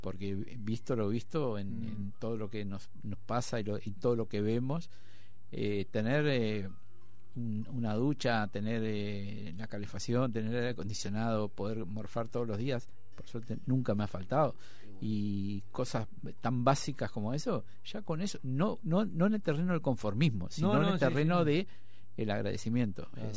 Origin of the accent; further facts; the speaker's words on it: Uruguay; now in Spain; yo sobre todas las cosas soy uruguayo. Y convivo con los españoles